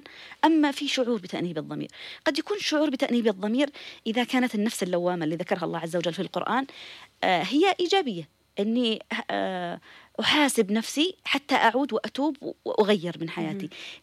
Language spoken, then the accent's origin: Arabic; Yemen; عندنا في اليمن